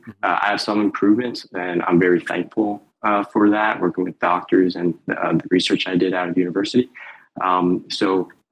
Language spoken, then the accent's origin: English; Red Bank, New Jersey, United States; born there; I was born in Red Bank, and I just developed this passion for cycling.